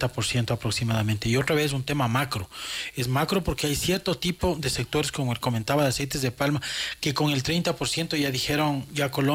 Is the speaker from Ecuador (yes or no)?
yes; Ecuador; la valoración que tenemos como ecuatorianos del café